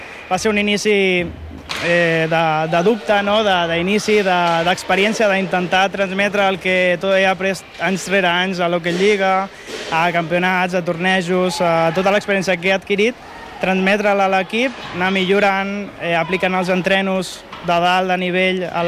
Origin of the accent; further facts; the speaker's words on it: Calafell, Catalonia, Spain; born there; Porto tota la meva vida al Club Patí Calafell, no he sortit mai d'aquí.